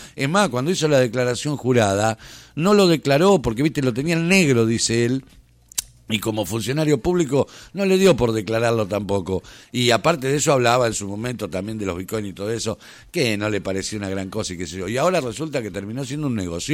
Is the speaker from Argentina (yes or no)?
yes; Argentina; Qué estúpidos somos los argentinos